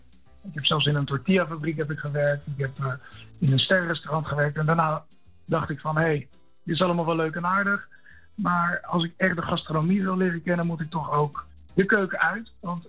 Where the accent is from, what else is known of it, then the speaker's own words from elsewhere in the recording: Netherlands; accent: Westlands; Wij doen gewoon efficiënt, Dutch efficiency.